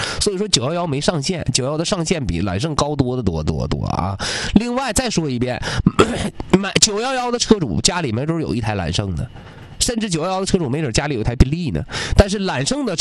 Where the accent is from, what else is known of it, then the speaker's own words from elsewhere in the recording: Northeast China, China; 我们东北的，东北冬天特别冷